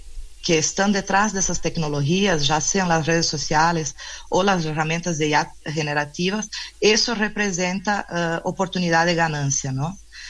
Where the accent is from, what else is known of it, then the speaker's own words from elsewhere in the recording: Brazil; Desde México, y yo soy de Brasil, ¿no? Originalmente, son dos países que tienen una particularidad de un uso masivo de redes sociales